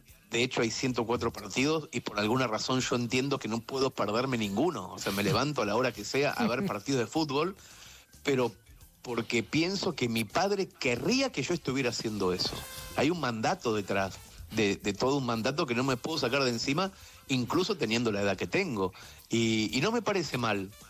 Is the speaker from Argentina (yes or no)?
yes; Argentina; moved away as an adult; also born or lived in Barcelona